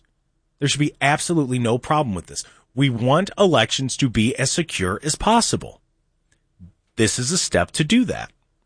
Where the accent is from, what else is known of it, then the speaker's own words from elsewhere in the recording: Ohio, United States; As an American, as an Ohioan, as somebody who lives in your county